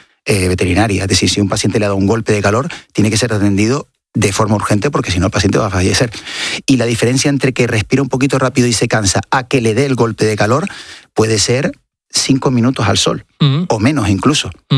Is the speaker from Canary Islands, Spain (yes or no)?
yes; Canary Islands, Spain; now in Madrid, Spain; yo lo estoy sufriendo ahora mismo aquí en Madrid, vengo de Canarias, que estamos a 26 graditos